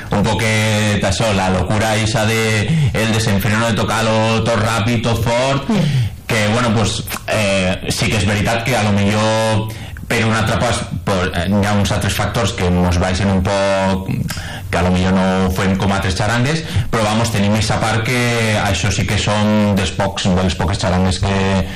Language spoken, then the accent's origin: Catalan; Benicarló, Valencian Community, Spain